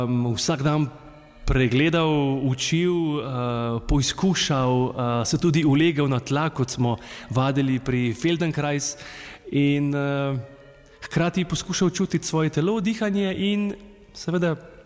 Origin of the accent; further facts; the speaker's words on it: Trzin, Central Slovenia, Slovenia; prihajam iz Trzina poleg Ljubljane